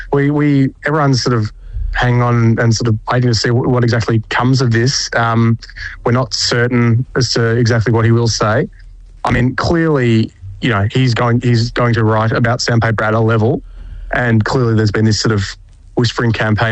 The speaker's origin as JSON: {"language": "English", "country": "Australia", "said": "as an Australian close watcher and then having followed this team for a very long time"}